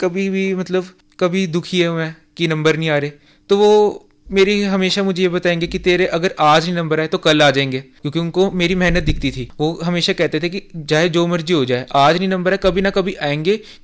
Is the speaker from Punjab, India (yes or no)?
yes; Zirakpur, Punjab, India; मैं जीरकपुर का रहने वाला हूँ